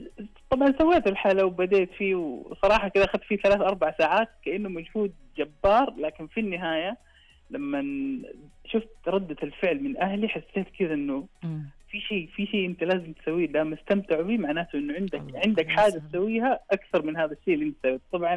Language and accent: Arabic; Saudi Arabia; إحنا كسعوديين